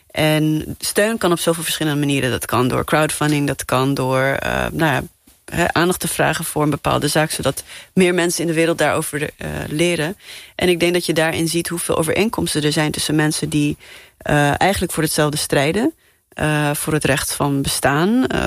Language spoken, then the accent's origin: Dutch; Namibia; In heel veel, waar ik vandaan kom, in Namibië en heel veel Afrikaanse landen, is dat een beetje het narratief wat wordt gebruikt.